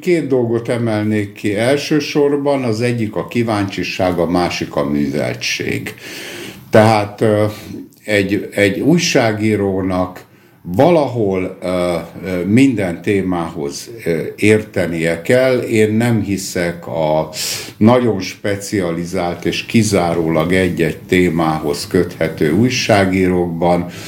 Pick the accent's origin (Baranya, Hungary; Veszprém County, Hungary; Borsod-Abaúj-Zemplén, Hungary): Baranya, Hungary; Mohács; born there; moved away; also born or lived in Moscow; Mohácson születtem, tehát vegyük úgy, hogy mohácsi, de miután 17 évet éltem Moszkvába, először azt mondták, hogy a mazoista, aztán azt mondták, hogy a moszkvai. Én most azt szoktam mondani, hogy a másik.